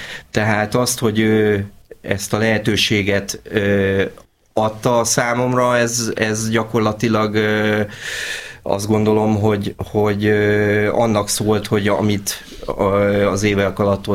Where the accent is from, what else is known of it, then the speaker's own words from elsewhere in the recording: Csepel, Budapest, Hungary; Egy csepeli srác vagyok, aki megragadta a lehetőséget